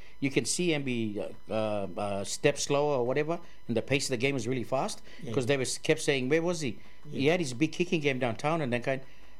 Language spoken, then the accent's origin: English; Thursday Island, Queensland, Australia; moved away; my families and friends back home on TI.